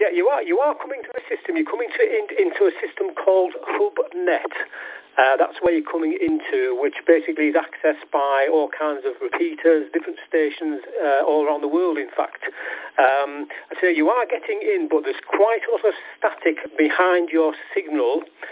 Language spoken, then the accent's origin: English; Richmond, Yorkshire and the Humber, United Kingdom; the other station on channel is …, and we're from the Richmond, North Yorkshire area.